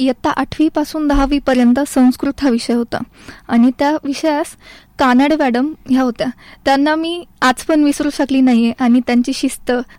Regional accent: Ahilyanagar, Maharashtra, India; मी मूळची अहिल्यानगरचीच.

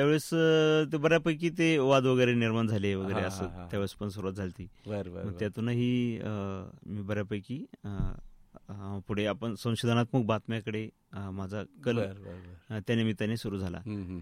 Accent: Agadgaon, Maharashtra, India; खरं तर माझं बालपण आगडगाव, माझं गाव आहे आगडगाव नगर तालुक्यामध्ये, नगरपासून साधारण 20 किलोमीटर आहे.

